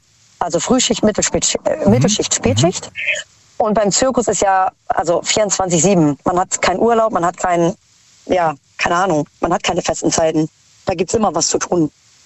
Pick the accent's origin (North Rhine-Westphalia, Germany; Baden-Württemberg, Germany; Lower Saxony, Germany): Baden-Württemberg, Germany; Mannheim; Mannheim.